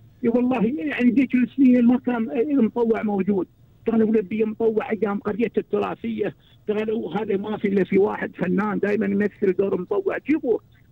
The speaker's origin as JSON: {"language": "Arabic", "country": "Qatar", "tie": "born there", "said": "انا ما انسى قريتي قريه مغيخ"}